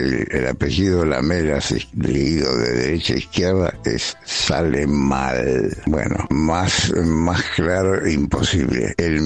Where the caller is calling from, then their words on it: Villa del Parque, Buenos Aires, Argentina; de Villa del Parque.